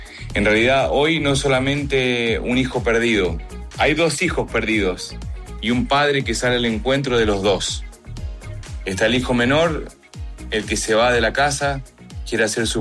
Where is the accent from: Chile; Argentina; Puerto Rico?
Argentina; Mendoza; now in Miami, United States